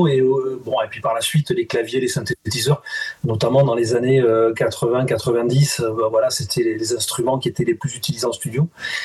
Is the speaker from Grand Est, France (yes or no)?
no; Toulouse, Occitanie, France; now in Gers, France; Et moi, je suis toulousain aussi d'origine